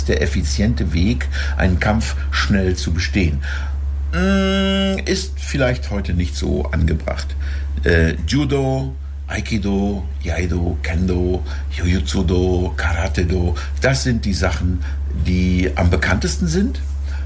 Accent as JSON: {"language": "German", "town": "Lingen", "region": "Lower Saxony", "country": "Germany", "said": "stamme ich aus Lingen"}